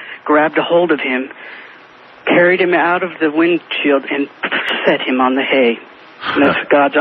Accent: Nevada City, California, United States; now in Auburn, United States; I grew up in a small town close by here, Nevada City, a little old mining town.

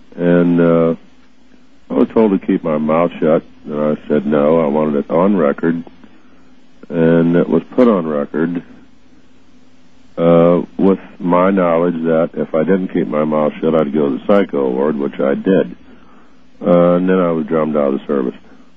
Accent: Ohio, United States; I'm from Ohio.

